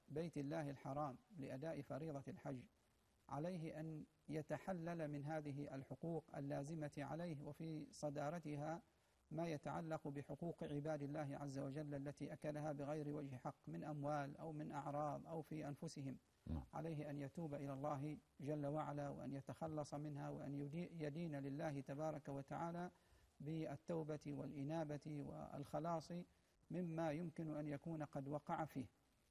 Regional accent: Oman; وأن يحفظ بلادنا عمان من كل سوء ومكروه

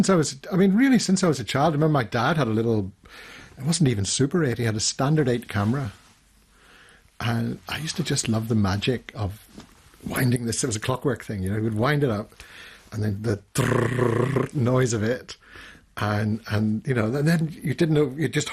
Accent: Northern Ireland, United Kingdom; But I'm an Irish Northern Irishman

